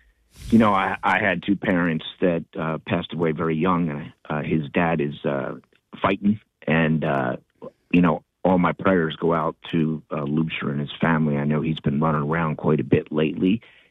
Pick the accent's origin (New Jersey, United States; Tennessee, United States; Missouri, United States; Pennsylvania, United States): Pennsylvania, United States; Bryn Mawr; I am 58 years of age, okay? I've been in the Philadelphia my whole life. I grew up in Bryn Mawr, and I live out in Newtown Square.